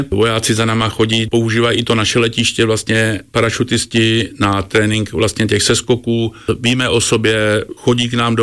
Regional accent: Moravia, Czechia; Ja mám na Slovensku stejne přátel ako u nás na Moravě nebo v Čechách, takže ja toto absolútne nevnímam.

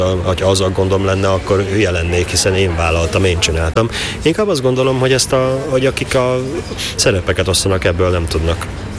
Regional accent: Nové Zámky, Nitra Region, Slovakia; now in Budapest, Hungary; Hát én újvári vagyok, hát felvidéki vagyok, igen. Tehát, hogy az van. Sosem leszek budapesti, mert itt nincsenek gyökereim

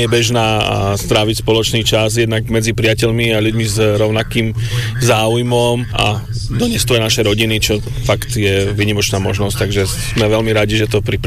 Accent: Košice, Košice Region, Slovakia; My sme z Košíc, lietadlo vlastne hangarujeme našim domácim letiskom, je letisko Poprad Tatry, takže máme vlastne taký výlet rodiny.

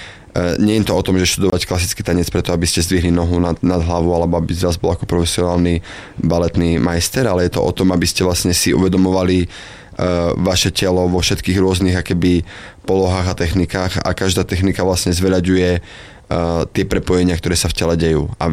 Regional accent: Námestovo, Žilina Region, Slovakia; Keď som vyrastal na Námestove

